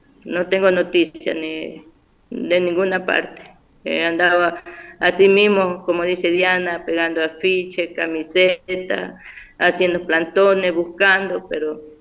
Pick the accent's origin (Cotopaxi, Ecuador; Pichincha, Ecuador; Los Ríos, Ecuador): Los Ríos, Ecuador; Quevedo; aquí en Quevedo, porque nosotros somos de aquí de Quevedo